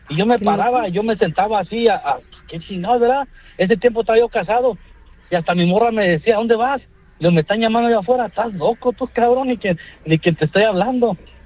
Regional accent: Morelos, Mexico; Me escucho medio italiano, pero soy mexicano.

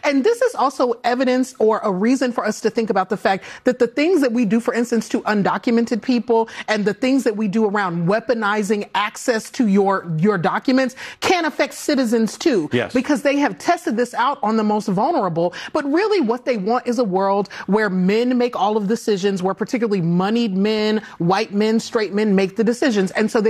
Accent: Louisiana, United States; I mean, I am from Louisiana. This is the place that this case has sort of, you know, been staged

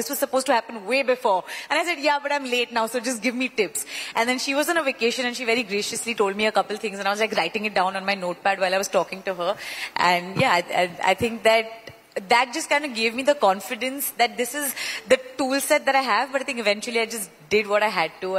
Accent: Mumbai, Maharashtra, India; first language Marathi; English is a second language; because Marathi is my mother tongue and I speak Marathi in my house, so Hindi was actually third language. You know, I used to speak Marathi. Then there was English in school and then Hindi. But the Hindi you speak in school is very like Bombaya Hindi.

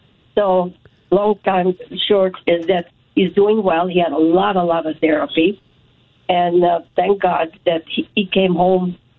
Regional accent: Belgium; now in United States; My brother and we are born and raised in Belgium.

